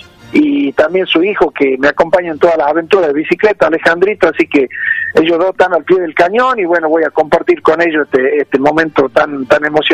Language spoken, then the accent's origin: Spanish; Tucumán, Argentina